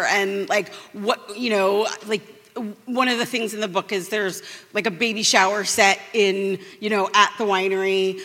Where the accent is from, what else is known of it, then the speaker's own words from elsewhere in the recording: California, United States; But also I grew up in California